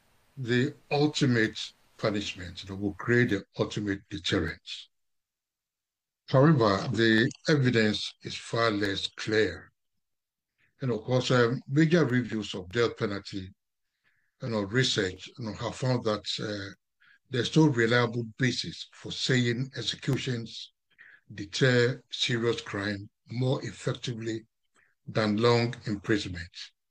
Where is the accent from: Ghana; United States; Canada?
Ghana; I come from Ghana